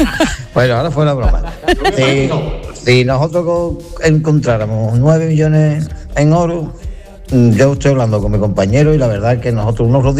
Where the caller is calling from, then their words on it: Chiclana de la Frontera, Andalusia, Spain; de Chiclana.